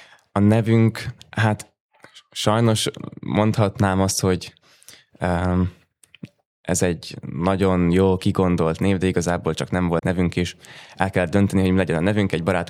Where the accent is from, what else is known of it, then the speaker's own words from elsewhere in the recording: Gödöllő, Pest, Hungary; mi Gödöllőn nőttünk fel